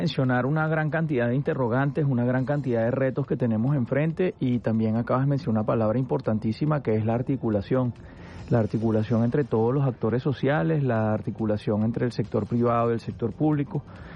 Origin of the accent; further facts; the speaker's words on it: Venezuela; Yo soy de aquí, de Venezuela.